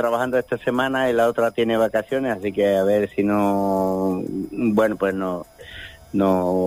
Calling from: Spain; De Zona Franca.

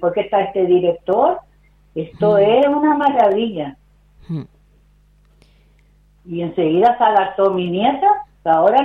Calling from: Las Palmas de Gran Canaria, Canary Islands, Spain; Yo vivo en Pedidargo, aquí cerca de las por arriba de Carrefour, más arriba.

